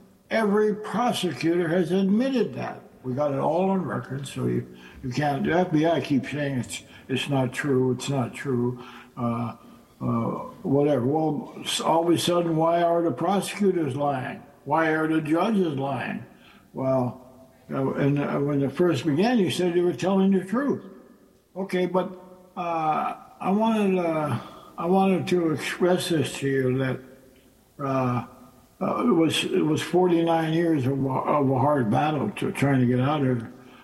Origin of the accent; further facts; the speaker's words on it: North Dakota, United States; I grew up in poverty here on the Turtle Mountain Chippewa Reservation. My mother's a Dakota. She's from Spirit Lake, and we were poor here.